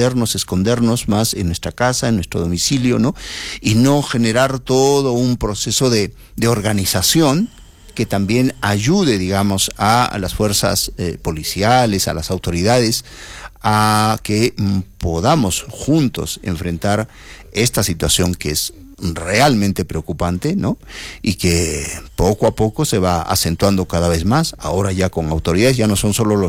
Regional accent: Peru

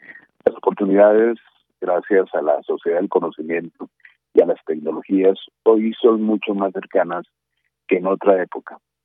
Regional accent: Colombia; todos somos colombianos

